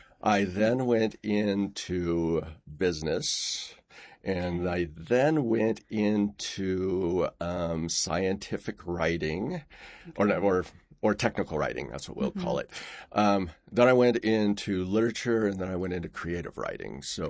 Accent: El Cajon, California, United States; I grew up in Southern California, so in a place called El Cajon, which is outside of just east of San Diego.

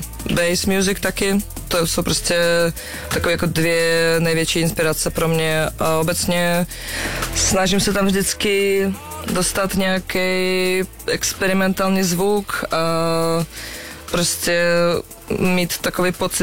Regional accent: Minsk, Belarus; Czech is a second language; now in Czech Republic; Já jsem byla na střední v Bělorusku, já právě pocházím z Mínsku a na střední jsem zpívala ve sboru

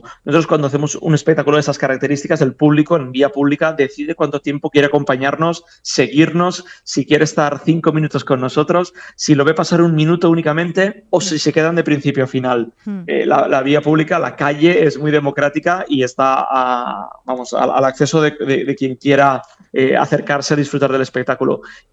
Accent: Villarreal, Valencian Community, Spain; Nosotros somos de Villarreal, hemos estado en varias ediciones con otros espectáculos

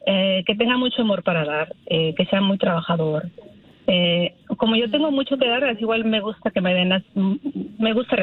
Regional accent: Jalisco, Mexico

